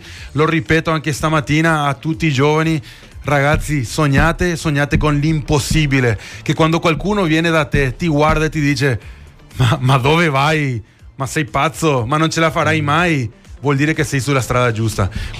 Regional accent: Paraguay; now in Italy

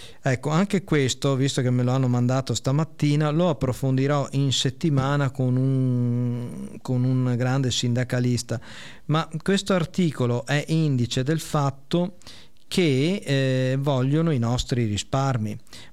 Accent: Veneto, Italy; io che vengo dalla provincia di Rovigo

